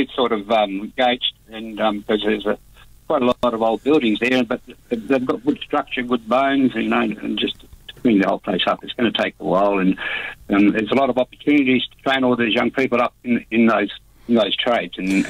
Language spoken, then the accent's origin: English; Western Australia, Australia; I'm a War Dandy man, growing up on War Dandy country, born and bred, and but my elders, they're from the Ballardong Wilman country.